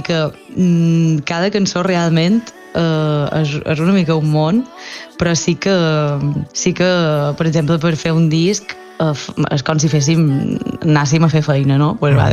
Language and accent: Catalan; Balearic Islands, Spain; born there; moved away as an adult; now in Barcelona, Spain; ara valoro molt més pues, lo que és ser d'un poble petit